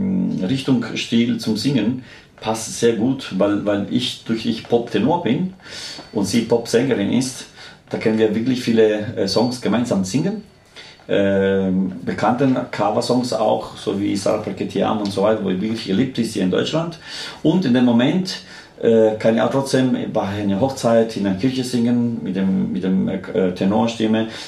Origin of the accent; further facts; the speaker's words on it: Abruzzo, Italy; German is a second language; now in Germany; also wir kommen aus, also ich komme aus Abruzzen, von mir gegenüber von Rom.